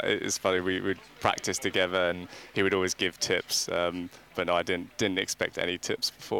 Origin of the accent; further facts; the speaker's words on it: United Kingdom; as a Brit